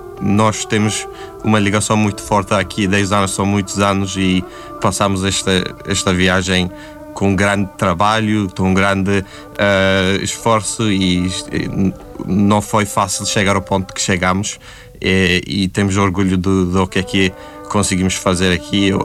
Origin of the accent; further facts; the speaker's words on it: Turkey; Portuguese is a second language; moved away as an adult; also born or lived in Brazil; now in Lisbon, Portugal; Nós somos pessoas do Mediterrâneo e Mar Negro, na verdade.